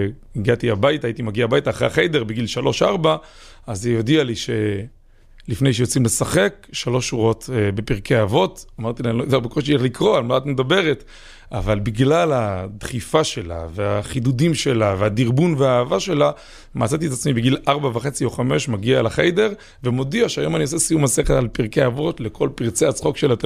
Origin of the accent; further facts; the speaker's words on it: Kfar Chabad, Central District, Israel; אז אני גדלתי בכפר חב"ד, לאבא ואמא מקסימים